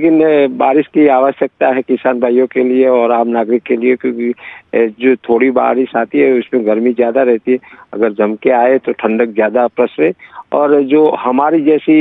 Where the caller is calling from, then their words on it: Patan district, Gujarat, India; मेरा गांव का नाम है डेर है, तहसील जिला पाटन, गुजरात से आपका नियमित श्रोता … बात कर रहा हूँ।